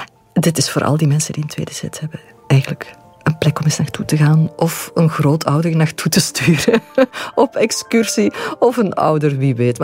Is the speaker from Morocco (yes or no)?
no; Diest, Flemish Brabant, Belgium; born there; moved away; Ik ben al heel lang weg uit Diest. Ik ben in Diest geboren.